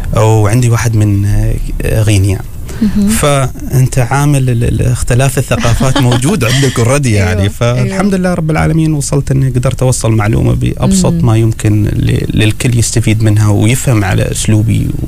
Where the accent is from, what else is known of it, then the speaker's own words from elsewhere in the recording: Oman; هذه المنطقة أنا عارف أن راح تكون عندي تحديات كعماني، ما عندي أحد يتكلم اللغة العربية.